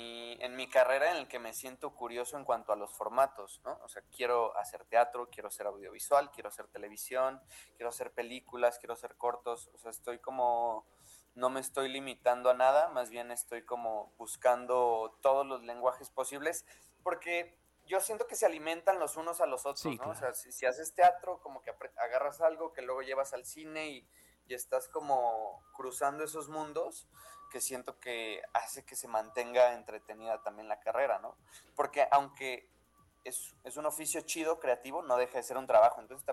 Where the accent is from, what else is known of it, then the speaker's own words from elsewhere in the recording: Guadalajara, Jalisco, Mexico; moved away as an adult; also born or lived in Japan; now in Mexico City, Mexico; yo nací en Japón por azares del destino, pero yo siempre digo que soy tapatío porque pues toda mi familia es de allá. Yo me crié en Guadalajara y allá viví muchos años. Y justo me vine a la Ciudad de México hace más de 10 años